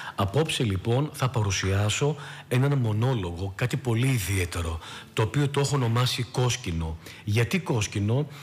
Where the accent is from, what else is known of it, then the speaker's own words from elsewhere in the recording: Greece; εάν θέλουμε στο μέλλον να λέμε ότι είμαστε Έλληνες